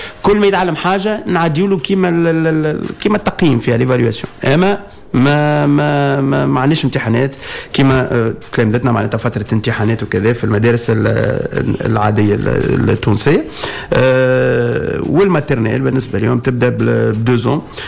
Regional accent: Tunisia; Maternelle, chez nous, en Tunisie, c'est à partir de 4 ans.

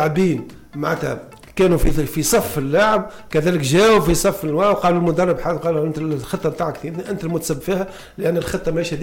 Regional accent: Tunisia; احنا كشعب تونسي

